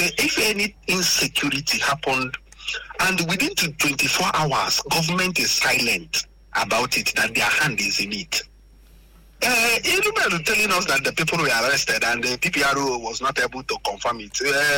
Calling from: Nkanu, Enugu State, Nigeria; I am an Nkanu man.

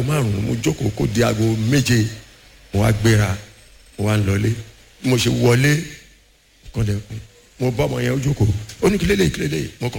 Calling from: Ipaja, Lagos, Nigeria; mo wa lati Mosan Abidap ni Ipaja

